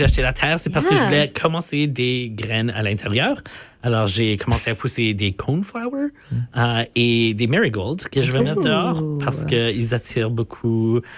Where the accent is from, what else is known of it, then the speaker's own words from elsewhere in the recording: Sainte-Anne, Manitoba, Canada; quand j'ai grandi à Sainte-Anne, proche du village de Sainte-Anne